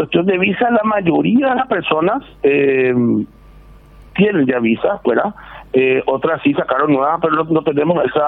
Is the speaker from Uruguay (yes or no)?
no; Paraguay